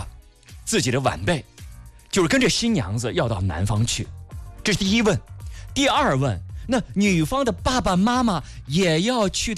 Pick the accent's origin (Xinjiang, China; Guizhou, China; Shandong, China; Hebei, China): Hebei, China; Dingzhou; 我的老家是定州。